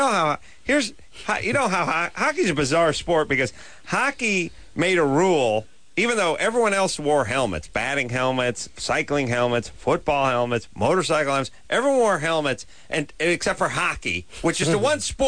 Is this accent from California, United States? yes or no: yes; North Hollywood, California, United States; No, I'm from North Hollywood.